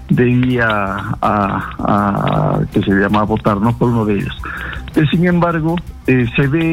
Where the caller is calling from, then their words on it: Cusco, Peru; con el señor … del Cusco.